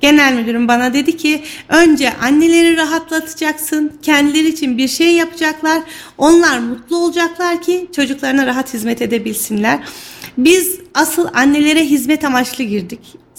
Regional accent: Kayseri, Turkey; born there; also born or lived in Ankara; 1981 yılında Kayseri'de doğdum. Nevşehir Kozaklılıyım aslen.

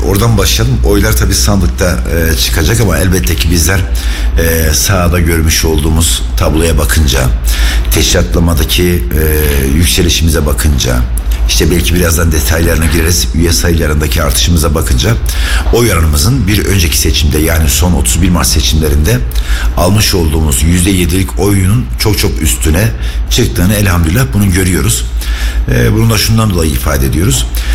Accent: Elazığ, Turkey; Aslen Elazığlıyım.

